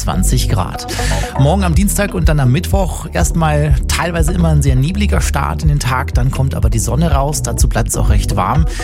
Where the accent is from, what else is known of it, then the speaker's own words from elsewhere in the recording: Bavaria, Germany; Ich bin ja auf dem Land groß geworden, in Chiemgau, in der Nähe vom Chiemsee.